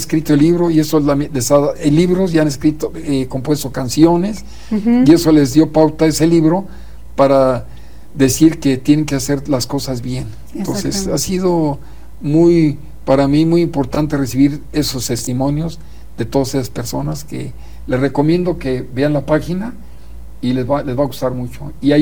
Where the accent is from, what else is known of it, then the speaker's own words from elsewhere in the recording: Guanajuato, Mexico; now in Querétaro, Mexico; Sí, pues ya más queretano, adoptado. Soy guanajuato, pero ya realmente Querétaro nos abrió las puertas, su corazón, nos dio trabajo y soy queretano, realmente. Tengo dos ciudadanías, como dicen.